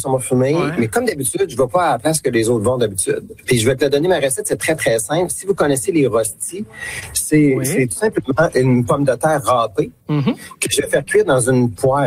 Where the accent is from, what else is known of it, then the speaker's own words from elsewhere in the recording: Quebec, Canada; Puis ils font tous les événements chez nous en Gaspésie.